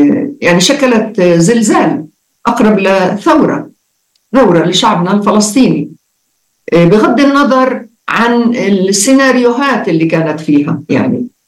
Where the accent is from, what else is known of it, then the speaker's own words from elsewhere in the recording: Palestine; نحن كشعب فلسطيني